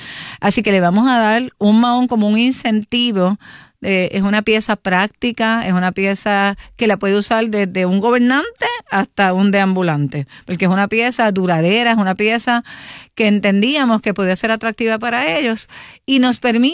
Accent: Puerto Rico; donde único le dicen en el mundo mahones a esta pieza somos los puertorriqueños.

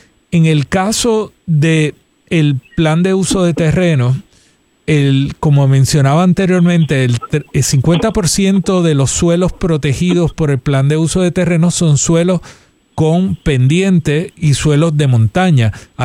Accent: Puerto Rico

